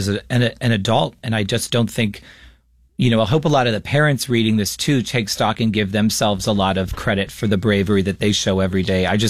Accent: United States; I grew up in America.

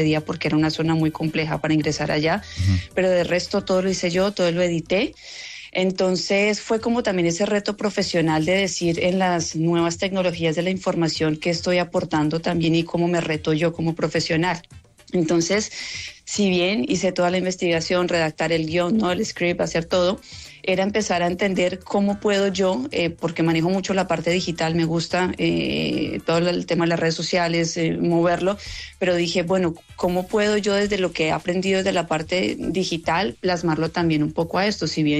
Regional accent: Colombia; now in United States; Entonces, como colombiana es contar todas esas historias, mostrar la realidad y decir si San Diego es una ciudad maravillosa.

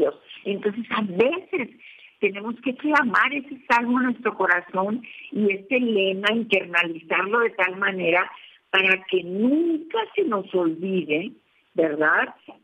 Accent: Mexico; como mexicanos nos sentimos apocados

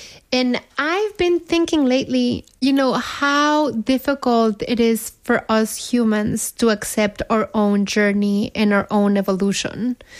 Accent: Mexico City, Mexico; It was very popular when I was growing up in Mexico City and central Mexico.

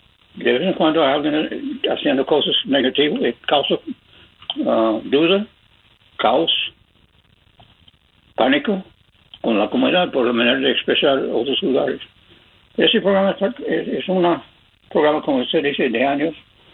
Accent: United States; born there; Spanish is a second language; Yo soy un americano, un gringo boy que nací aquí en los Estados Unidos

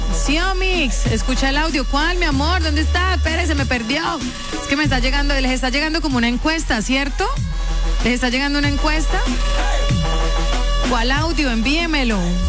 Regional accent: Colombia; yo soy de Colombia, del mundo, soy ciudadana del mundo, ¿ok?

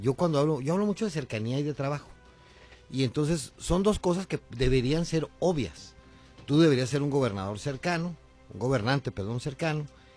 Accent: Ciudad Juárez, Chihuahua, Mexico; Juárez, aparte pues de que es mi tierra y yo la quiero mucho y la amo profundamente esta ciudad, pues aquí también estamos muchos juarenses, muchos chihuahuenses

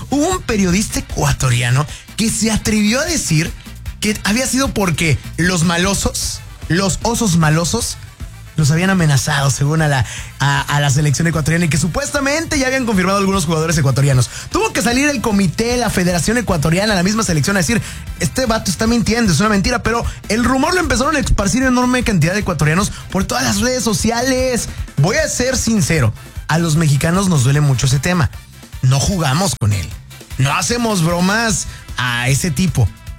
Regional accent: Mexico; nosotros somos buenísimos los mexicanos en reírnos de nuestra desgracia.

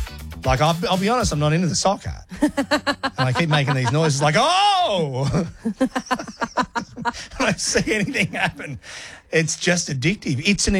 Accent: Australia; I'm Australian and I'm proud of it.

